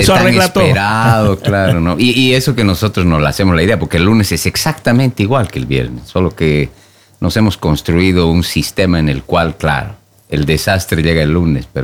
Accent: Sucre, Chuquisaca, Bolivia; now in Oslo, Norway; Me dediqué a renacer un poco aquí en Oslo, pero soy de Bolivia, sí, de las montañas.

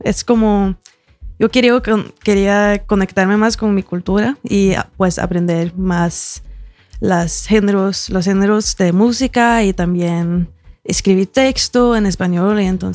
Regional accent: Tønsberg, Vestfold, Norway; Spanish is a second language; Sí, en Colombia, en Santa Marta. Uh-huh. Pero yo nací aquí en Tønsberg, en Noruega.

